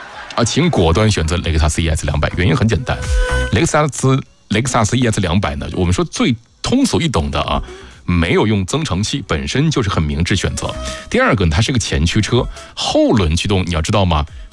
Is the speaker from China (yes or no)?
yes; Yichang, Hubei, China; accent: Yichang dialect; 我们宜昌话讲，挑土的师傅那是。